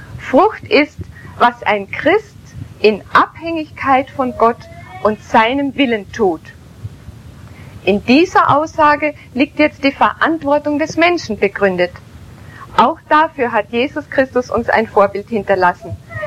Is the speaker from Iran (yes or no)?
no; Austria; moved away as an adult; now in Germany; Ich bin Österreicherin und komme aus einem katholischen Elternhaus